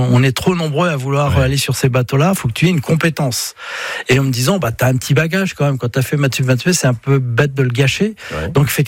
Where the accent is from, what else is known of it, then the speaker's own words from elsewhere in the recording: Brittany, France; je suis breton et puis je le ressens profondément. Donc, voilà, de la vallée de la Rance, juste derrière Saint-Malo